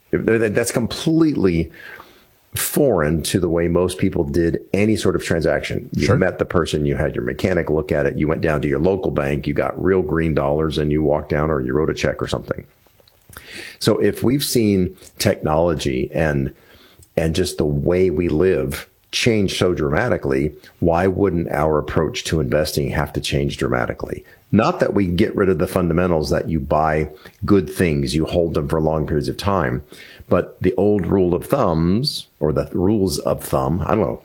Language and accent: English; Washington, District of Columbia, United States; I grew up in the Washington, D.C. area.